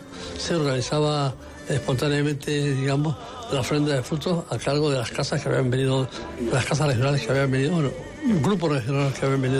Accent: Las Palmas de Gran Canaria, Canary Islands, Spain; moved away; also born or lived in Madrid / Zaragoza; Yo soy de Las Palmas de Gran Canaria. Pues yo el día 4 de octubre hizo 72 años que vine de Gran Canaria a Madrid al Colegio Huérfano de Militares.

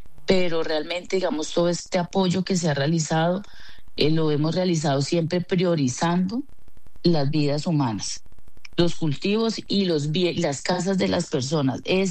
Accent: Colombia; tenemos que buscar siempre como colombianos estar unidos.

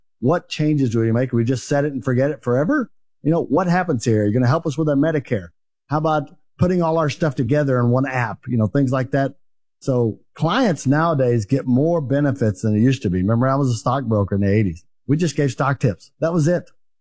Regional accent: Texas, United States; Well, I'm from North Texas, you know, and there's a lot of Hispanics here the whole time I've been growing up.

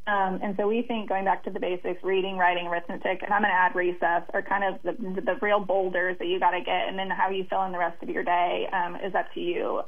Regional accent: Rogers County, Oklahoma, United States; I love Rogers County, and it's my hometown

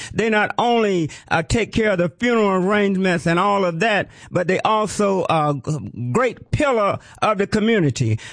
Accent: North Carolina, United States; I'm from North Carolina and I used to fry okra all the time.

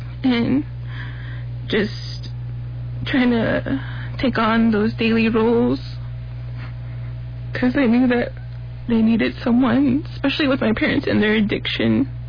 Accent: Tuba City, Arizona, United States; I am from Tuba City, Lower Maungkopi area

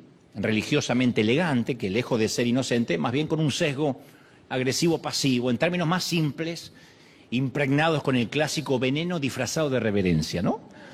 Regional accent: Argentina; Hace unos días se empezó a correr un rumor en mi país que yo podría ser candidato a la presidencia de Argentina.

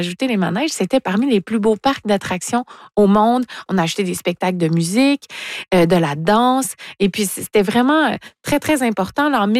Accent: Rimouski, Quebec, Canada; Rimouski, hein, ma terre natale, en 1888.

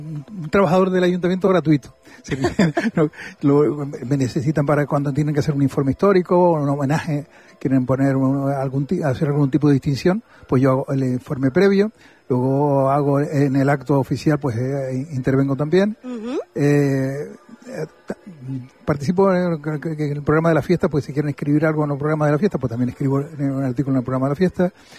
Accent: El Escobonal, Tenerife, Canary Islands, Spain; born there; now in Candelaria, Spain; Yo soy nacido en El Escorial, que vivo en Candelaria hace más de 30 años

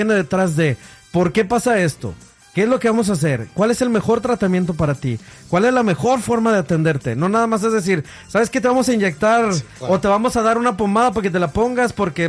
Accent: Mexico; uno como hombre, como varón, como mexicano, como hispano

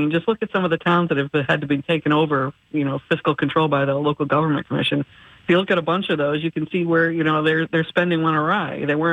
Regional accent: New York, United States; I've been here for like 30 years, but I grew up in New York.

